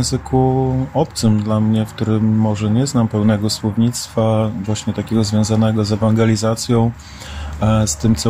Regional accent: Łomża, Podlaskie Voivodeship, Poland; also born or lived in Białystok; Tam się urodziłem, ale wychowałem się w Łomży. W Łomży mieszka

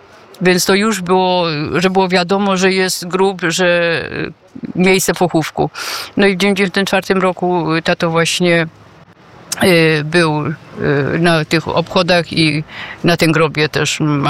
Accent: Silesian Voivodeship, Poland; my ze Śląska Cieszyńskiego pochodzimy

